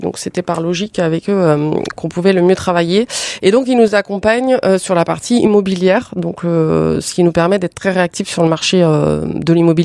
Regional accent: Lyon, Auvergne-Rhône-Alpes, France; Moi je suis lyonnaise, j'étais déjà sur Lyon

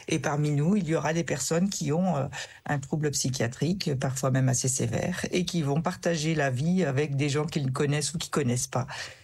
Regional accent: Tours, Centre-Val de Loire, France; Donc, nous, on est de Tours et on a donc décidé de faire un départ déporté depuis Reims.

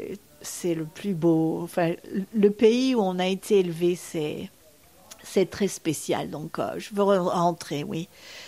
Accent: Saint-Paul-de-Vence, Provence-Alpes-Côte d'Azur, France; also born or lived in Nice; now in Key West, United States; Et oui, et puis en plus, je suis du sud de la France. Je suis née à Nice et élevée à Saint-Paul-de-Vence. Donc, j'aimais le soleil et la mer.

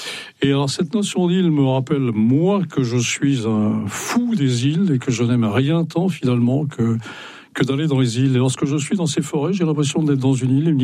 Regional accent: Brittany, France; la Bérédute, qui est le village de mon enfance dans le Finistère Nord.

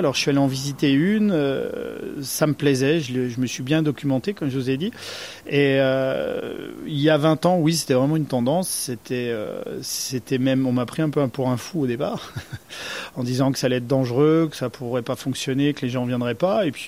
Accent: Saint-Jean-d'Aulps, Auvergne-Rhône-Alpes, France; Je suis originaire de Saint-Jean-d'Eau. Mes parents, mes grands-parents étaient ici aussi sur place. Et je suis fils et petit-fils de commerçants.

